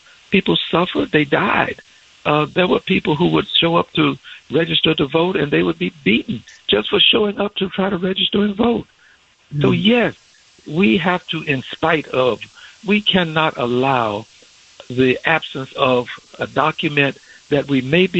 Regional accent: New Orleans, Louisiana, United States; born there; I was born in Charity Hospital in New Orleans, Louisiana. It no longer exists.

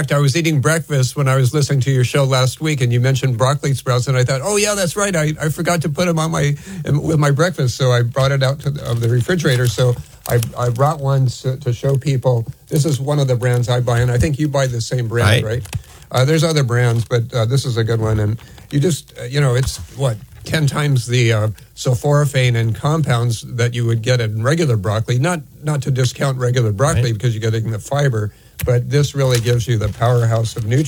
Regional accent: Hawaii, United States; I grew up in Hawaii, and actually I knew one of the prime researchers.

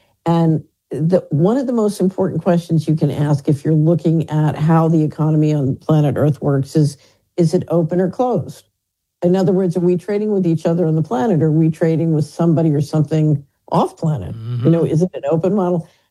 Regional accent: Philadelphia, Pennsylvania, United States; I grew up in West Philadelphia.

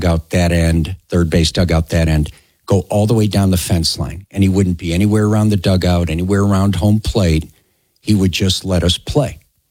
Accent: Chicago, Illinois, United States; See, growing up in Chicago, we didn't go off to summer camp. We went to a day camp like at Marquette Park.

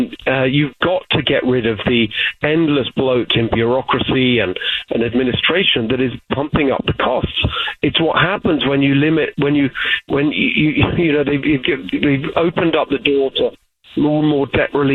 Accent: England, United Kingdom; moved away as an adult; now in California, United States; I grew up in England in a working-class immigrant household. My parents were refugees from communism, and I ended up in Oxford University

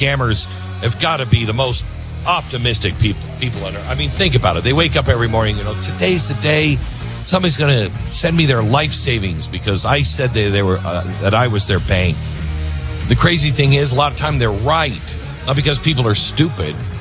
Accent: Mount Vernon, Washington, United States; born or raised there

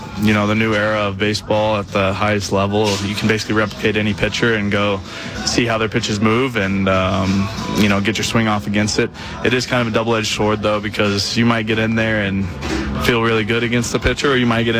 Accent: Lubbock, Texas, United States; especially being from Lubbock

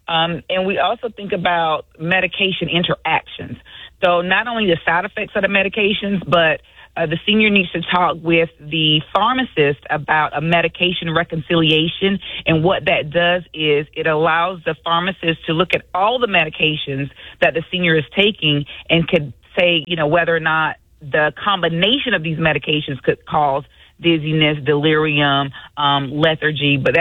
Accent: the South, United States; I'm from the South, so we say drop cords.

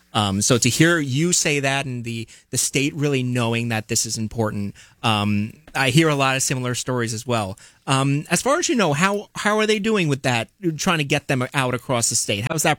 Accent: Long Island, New York, United States; I mean, as I told you in the break, I mean, I'm from Long Island, a small place, but...

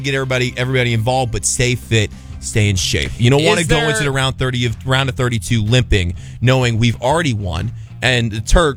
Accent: the South, United States; I am from the South.

